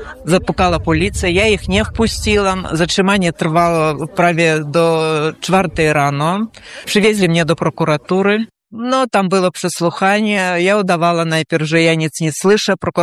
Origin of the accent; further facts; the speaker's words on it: Lida, Grodno Region, Belarus; moved away as an adult; now in Sopot, Poland; ja jestem Polką uciekinierką z Białorusi. Już 5 lat mieszkam w Polsce.